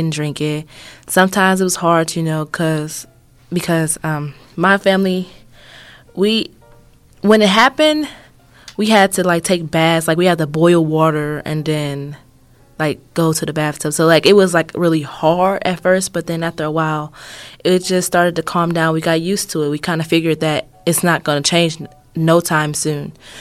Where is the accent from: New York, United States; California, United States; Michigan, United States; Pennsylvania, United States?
Michigan, United States; Flint; moved away as an adult; Well, then, I honestly just want to go back to my hometown, Flint, Michigan.